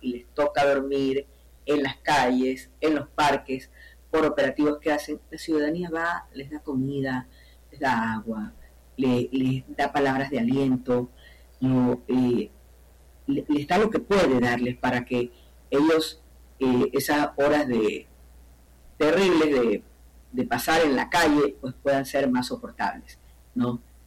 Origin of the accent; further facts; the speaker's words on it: Ecuador; nos hacen sentir orgullosos como ecuatorianos